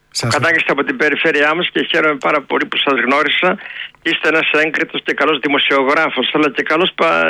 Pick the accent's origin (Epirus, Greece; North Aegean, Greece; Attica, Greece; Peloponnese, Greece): Epirus, Greece; Ioannina; Επειδή εγώ με τα μικρά μου χρόνια μεγάλωσα στα Γιάννενα, λέγαμε «Καλό 15 Αύγουστο».